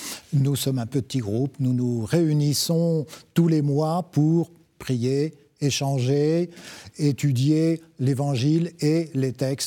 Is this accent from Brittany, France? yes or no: no; Île-de-France, France; Le Val d'Oise, le 95.